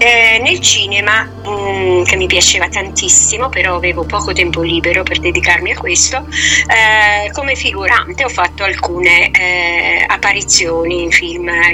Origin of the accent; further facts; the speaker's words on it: Milan, Lombardy, Italy; moved away as an adult; now in Province of Caserta, Italy; io sono di Milano, mi sono sposata con un uomo del sud della provincia di Caserta, mi sono trasferita qui, ho fatto appunto 3 figli con lui